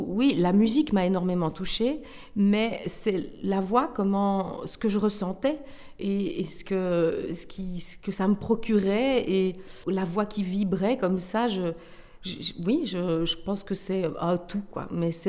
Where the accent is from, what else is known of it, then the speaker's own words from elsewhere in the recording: Verviers, Wallonia, Belgium; born there; Oui, tout à fait, je suis née à Verviers, oui.